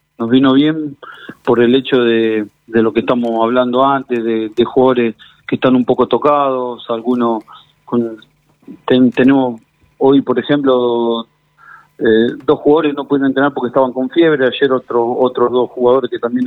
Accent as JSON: {"language": "Spanish", "country": "Argentina", "said": "como estamos todos los argentinos, muy eufóricos, muy ilusionados."}